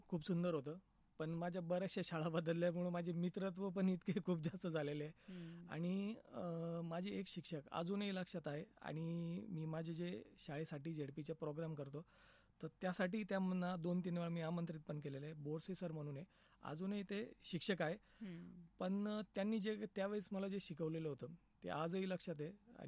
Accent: Gujarkhed, Maharashtra, India; also born or lived in Kopargaon; now in Shirdi, India; मी मूळचा येवला तालुक्यातील गुजरखेड या गावचा आहे, पण माझं सर्व शिक्षण वगैरे हे कोपरगाव या ठिकाणी झालं. आणि मी स्थायिक पण शिर्डीचा जाता सध्याला, कारण की काम वगैरे माझं त्या ठिकाणी असल्यामुळे.

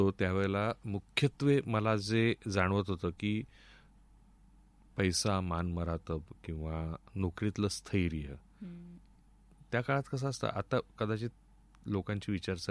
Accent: Satara, Maharashtra, India; also born or lived in Karjat / Kolhapur; कर्जत. आणि त्यानंतर मग पुढे कोल्हापूरला 2 वर्ष आणि मग परत पुन्हा साताऱ्याला. असं वेगवेगळ्या ठिकाणी माझं बालपण गेलं.

